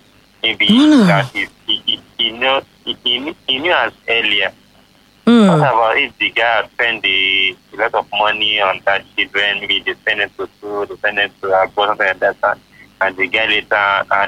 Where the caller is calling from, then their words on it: Canada; I'm calling from Canada.